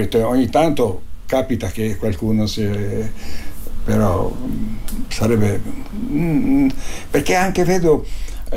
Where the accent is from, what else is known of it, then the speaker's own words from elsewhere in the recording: Umag, Istria County, Croatia; moved away; io conosco Umago perché sono di Umago